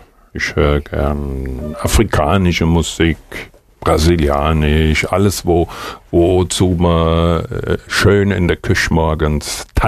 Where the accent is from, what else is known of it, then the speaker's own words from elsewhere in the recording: Hesse, Germany; Ich komme ja aus Hessen